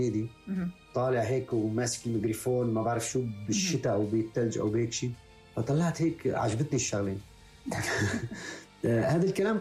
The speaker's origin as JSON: {"language": "Arabic", "country": "Libya", "tie": "born or raised there", "said": "كنت في فترة مع أهلي في ليبيا، طفولتي كلها كانت في ليبيا."}